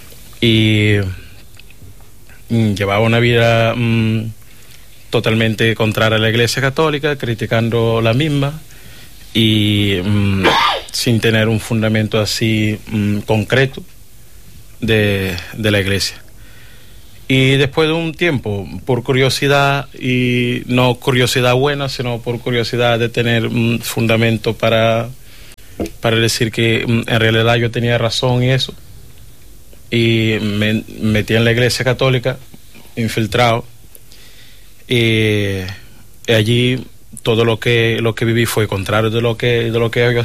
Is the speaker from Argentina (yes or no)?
no; Mindelo, São Vicente, Cape Verde; moved away as an adult; now in Seville, Spain; soy de Cabo Verde y de la diócesis de Mindelo.